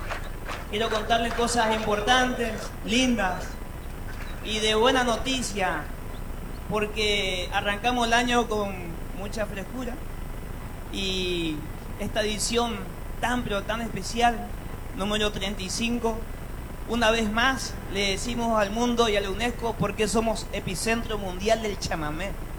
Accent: Corrientes, Argentina; Somos Corrientes pero argentinos, por supuesto.

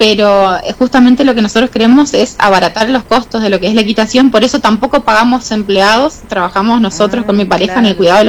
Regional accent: Oberá, Misiones, Argentina; born there; moved away; y hace un tiempito decidimos mudarnos a Oberá. Yo nací acá en Oberá. Uh-huh. Así que bueno, después de no haber estado por casi 20 años, volvimos

